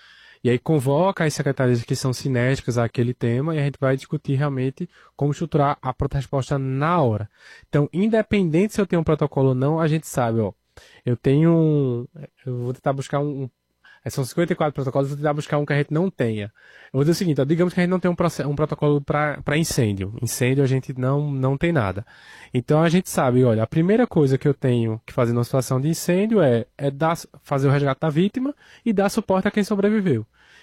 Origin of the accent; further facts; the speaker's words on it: Pernambuco, Brazil; Então, quando eu não sou natural de Recife, eu sou do interior do estado. Então, quando eu vim estudar aqui na Universidade Federal